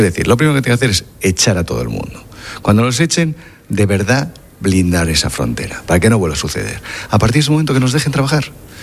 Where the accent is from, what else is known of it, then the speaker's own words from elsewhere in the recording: Madrid, Community of Madrid, Spain; now in Ceuta, Spain; Es verdad que yo soy madrileño, que llevo 25 años aquí, pero yo soy caballa.